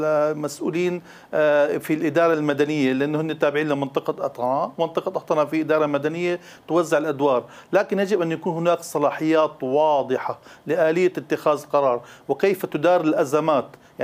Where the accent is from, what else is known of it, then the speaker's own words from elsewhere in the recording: Darayya, Rif Dimashq, Syria; أنا ابن مدينة دارية،